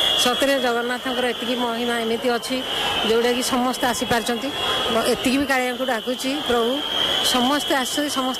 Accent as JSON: {"language": "Odia", "town": "Bhubaneswar", "region": "Odisha", "country": "India", "said": "ମୁଁ ଭୁବନେଶ୍ୱରରୁ ଆସିଛି।"}